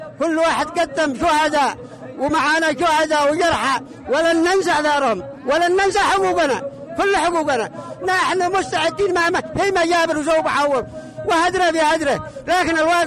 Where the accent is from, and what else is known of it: Yemen